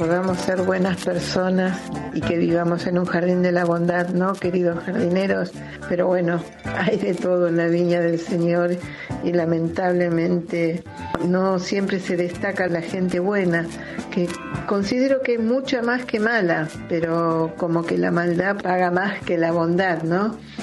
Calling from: Buenos Aires, Argentina; de Devoto.

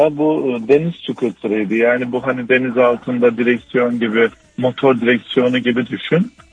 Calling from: Mersin, Turkey; Mersin'den.

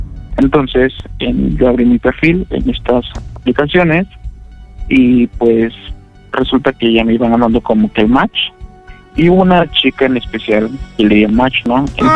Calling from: Puebla, Mexico; voy a decir que soy del estado de Puebla.

